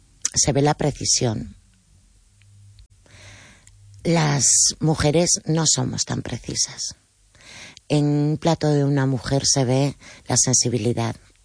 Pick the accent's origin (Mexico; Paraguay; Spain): Spain; Moaña, Galicia; moved away as an adult; also born or lived in Lima, Peru; volví a España, bueno, volví a mi tierra, volví a Galicia, volví a Moaña y volví mayor.